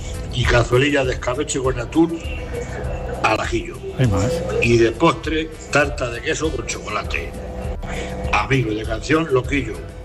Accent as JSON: {"language": "Spanish", "town": "Alcázar de San Juan", "region": "Castilla-La Mancha", "country": "Spain", "said": "de Alcázar de San Juan."}